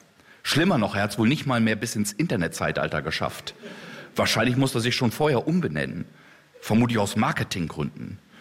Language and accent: German; Osnabrück, Lower Saxony, Germany; Den gab es in meiner Kindheit in Osnabrück. Ich habe ihn geliebt. Die Matschbrötchen von Bäcker Wampe, boah, legendär. Bis weit über Osnabrück bekannt, also bis über die Stadtgrenzen.